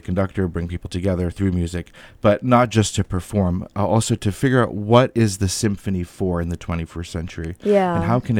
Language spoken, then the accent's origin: English; Albania; English is a second language; now in United States; And so I'm an immigrant to the U.S. So mm-hmm. I came from Albania. I don't know how much you might know about Albania.